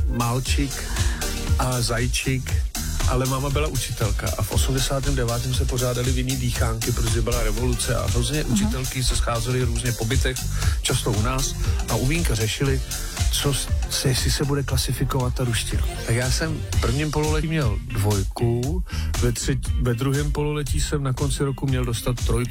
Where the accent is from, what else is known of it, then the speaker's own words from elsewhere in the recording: Ústí nad Labem, Ústí nad Labem Region, Czechia; Anglicky, jasně, a německy, protože jsem z Ústí.